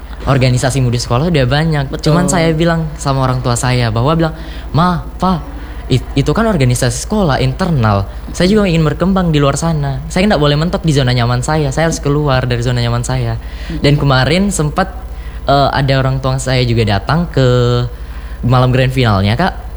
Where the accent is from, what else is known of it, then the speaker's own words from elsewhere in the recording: Pangkep, South Sulawesi, Indonesia; di daerah saya itu belum mencakup semuanya, Kak. Terutama di bagian teknologi. Apalagi di daerah Pangkep itu kan terbagi menjadi 2 wilayah, Kak. Daratan dan kepulauan.